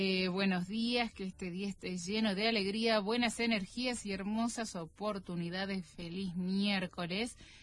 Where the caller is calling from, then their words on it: Villa Mercedes, San Luis, Argentina; Desde ya, gracias y feliz y bendecido miércoles, ya estamos en sintonía, somos de Villa Mercedes.